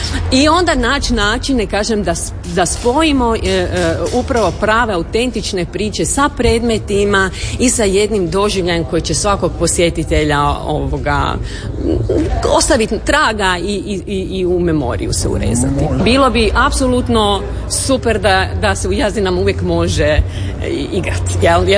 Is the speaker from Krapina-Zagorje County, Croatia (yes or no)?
no; Zagreb, City of Zagreb, Croatia; ja nisam odavdje, ja sam Zagrepčanka